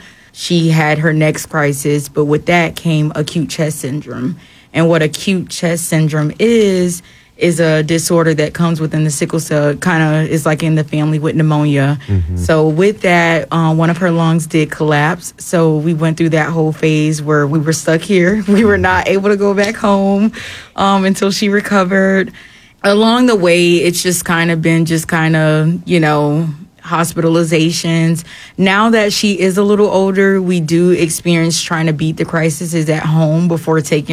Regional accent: West Palm Beach, Florida, United States; We're actually from West Palm Beach, Florida.

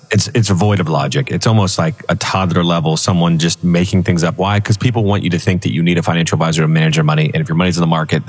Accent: Columbus, Ohio, United States; my wife is an Ohio State Buckeye fan because I grew up around Columbus.

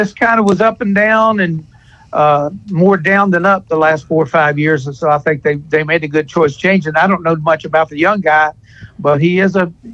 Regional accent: Kentucky, United States; No, I went to Morehead State, which is in Eastern Kentucky, but I'm from Northern Kentucky.

